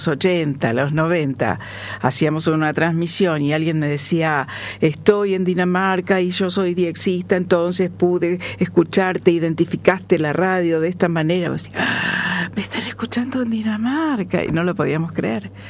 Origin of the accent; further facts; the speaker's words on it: Rosario, Santa Fe, Argentina; No, yo no soy Santa Fe, soy rosarina